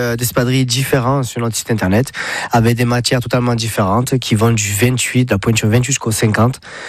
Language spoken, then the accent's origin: French; Perpignan, Occitanie, France; born there; Je suis né là-bas, je suis né à Perpignan.